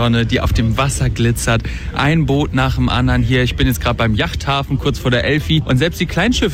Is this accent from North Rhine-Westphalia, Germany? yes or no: no; Hamburg, Germany; auch als Hamburger immer wieder schön mit anzusehen